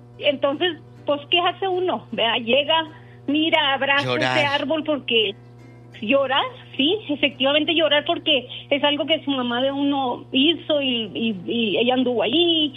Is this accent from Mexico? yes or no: yes; Ciudad Juárez, Chihuahua, Mexico; Mire, yo soy de Ciudad Juárez.